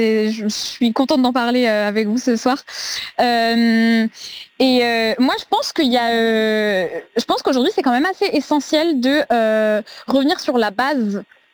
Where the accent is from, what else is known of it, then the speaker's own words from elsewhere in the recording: France; en tant qu'Européen et en tant que Français, d'autant plus, c'est notre héritage aussi